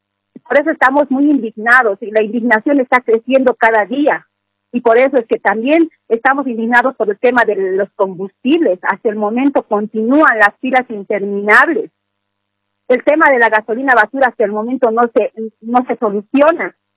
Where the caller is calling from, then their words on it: La Paz, Bolivia; desde la ciudad de La Paz, aquí de la zona norte, por la terminal.